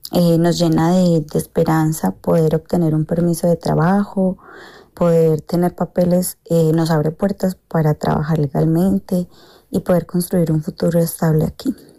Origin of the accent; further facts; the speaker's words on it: Colombia; moved away as an adult; now in Segovia, Spain; Mi esposo y yo somos colombianos y llevamos aquí en Segovia casi 2 años